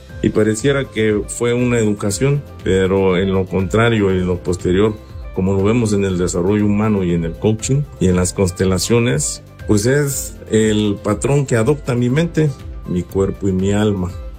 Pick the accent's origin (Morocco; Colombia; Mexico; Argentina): Mexico; Tlapa de Comonfort, Guerrero; born there; Yo soy del 6 de abril de 1988. Y para ello, en el lugar donde nacimos, aquí en Tlapa de Comonfort, Guerrero